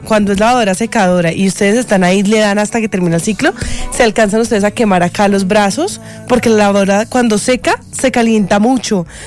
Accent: Puerto Berrío, Antioquia, Colombia; born there; creo que me llamaría Puerto Araujo, porque me hicieron en Puerto Araujo y yo nací en Puerto Berrío, pero dicen, me hicieron en Puerto Araujo.

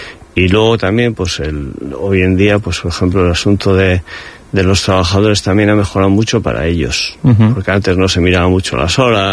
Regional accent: San Sebastián, Basque Country, Spain; sobre todo yo que soy donostiarra, pues quiero que tenga esa esencia del sitio de Donosti.

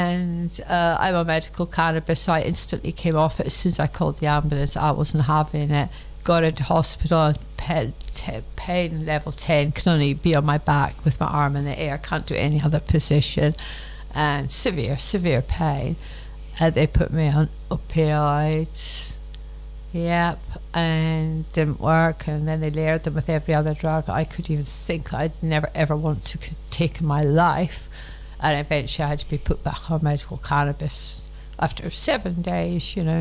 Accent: Scotland, United Kingdom; I'm Scottish

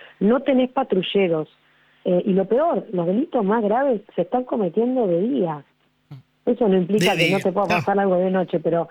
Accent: Quilmes, Buenos Aires Province, Argentina; mi distrito donde vivo desde que nací, porque si bien... O sea, yo nunca me fui de Quilmes, y el barrio cerrado en el que viví también era en Quilmes. Digo, siempre viví allí.

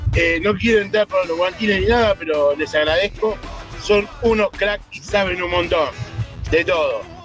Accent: Pilar, Buenos Aires Province, Argentina; Hola, muchachos. … soy de Pilar.

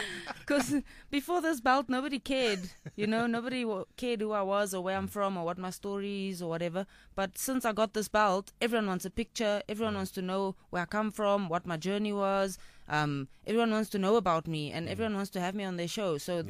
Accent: South Africa; I'm from Fitas. It's actually called Freda Park

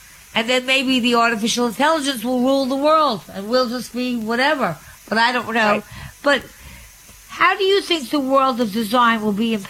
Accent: Long Island, New York, United States; born there; moved away as an adult; I came from Long Island, I started in the city

